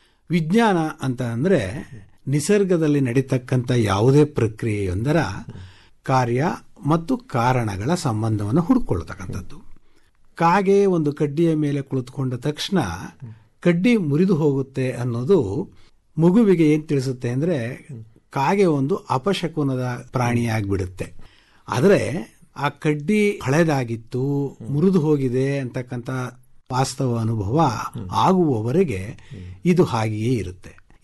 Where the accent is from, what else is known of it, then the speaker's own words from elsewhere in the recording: Mandya district, Karnataka, India; ನಾನು ಮೂಲತಃ ಮಂಡ್ಯ ಜಿಲ್ಲೆಯ ನಿವಾಸಿ